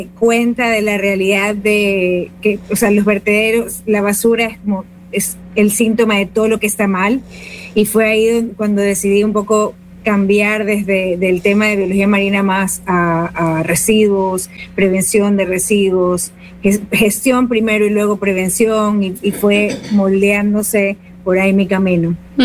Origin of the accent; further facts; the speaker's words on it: Guayaquil, Guayas, Ecuador; Yo, bueno, nací en Guayaquil, pero crecí cerca del mar, mucho.